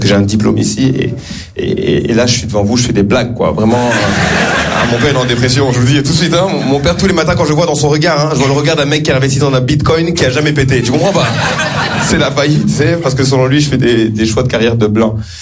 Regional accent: Rwanda; now in France; Là en ce moment je suis un Rwandais content

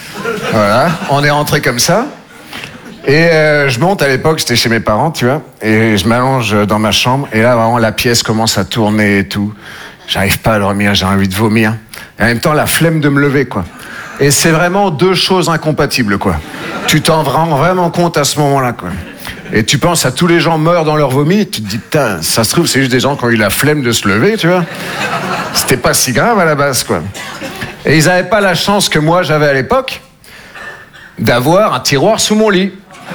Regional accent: Nouvelle-Aquitaine, France

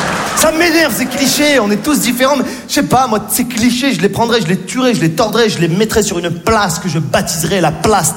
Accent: Morocco; born there

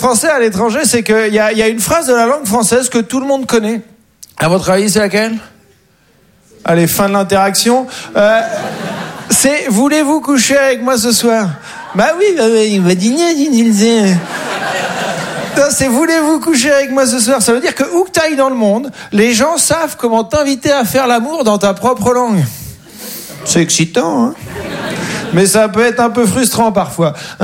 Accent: Caen, Normandy, France; Et moi, je viens de Caen, en Normandie. Et souvent, on connaît pas à côté de chez soi. Donc, moi, j'ai décidé de commencer par découvrir la Normandie.

